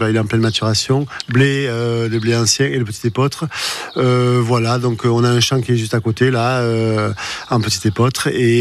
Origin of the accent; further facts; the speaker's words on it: Sanilhac-Sagriès, Occitanie, France; Nous, on est originaire de Sagriès. Mon grand-père était à Sagriès, il faisait le vin à Sagriès.